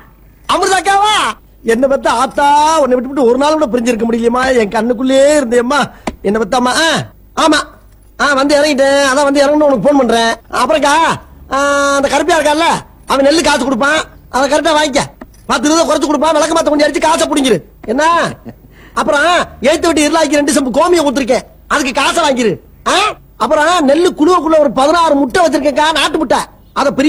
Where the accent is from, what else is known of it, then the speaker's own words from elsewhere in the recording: Kanadukathan, Tamil Nadu, India; காரக்குடி பக்கத்துல காணாடு காத்தா.